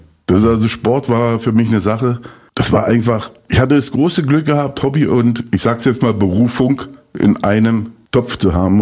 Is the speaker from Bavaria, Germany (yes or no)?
no; Eisenhüttenstadt, Brandenburg, Germany; Eisenhüttenstadt, Breslak Gut, wo ich aufgewachsen bin als Stift, war schon eine sehr spezielle Geschichte.